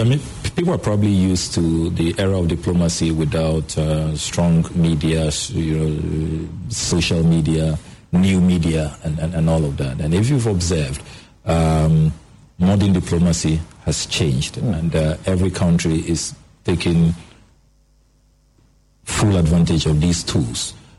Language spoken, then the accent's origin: English; Ghana